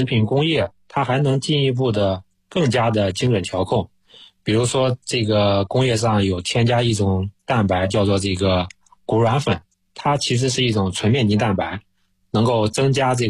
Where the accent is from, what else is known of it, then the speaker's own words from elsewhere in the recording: Shandong, China; 我是山东人